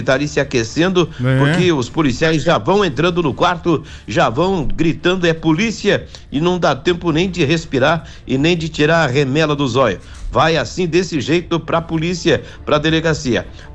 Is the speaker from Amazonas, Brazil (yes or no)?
no; Lages, Santa Catarina, Brazil; now in Londrina, Brazil; Da Serra Catarinense. Do Rio Grande, não. Do Rio Grande, não. É lá de Santa Catarina. É a divisa com o Rio Grande.